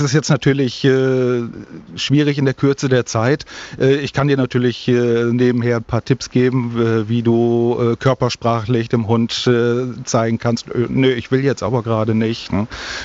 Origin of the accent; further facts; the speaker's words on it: Osnabrück, Lower Saxony, Germany; ich bin ja gebürtiger Osnabrücker